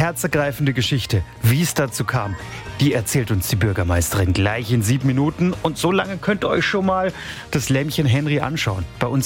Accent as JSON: {"language": "German", "town": "Enzklösterle", "region": "Baden-Württemberg", "country": "Germany", "tie": "born or raised there", "said": "In meiner Heimat, im Nordschwarzwald, genauer gesagt in Enzklösterle"}